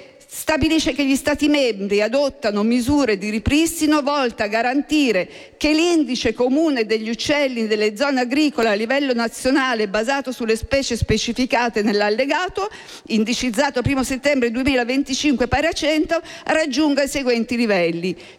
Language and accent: Italian; Lombardy, Italy; Io sono lombarda, sappiamo che i valichi montani sono principalmente in Lombardia.